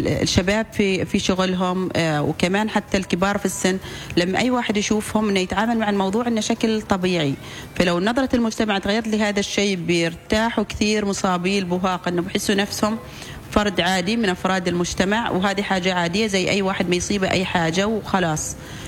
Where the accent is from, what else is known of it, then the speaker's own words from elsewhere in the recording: Oman; احنا كمجتمع عماني